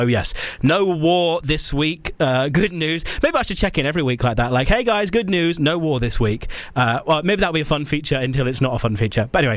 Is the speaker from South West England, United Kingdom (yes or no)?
yes; Salisbury, South West England, United Kingdom; I relate to that because I'm from Salisbury, which is like very quiet. It is a city technically, but like it's really like a quiet town.